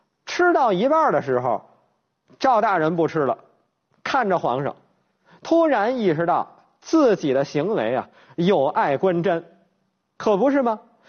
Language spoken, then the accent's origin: Chinese; China; 我们中国人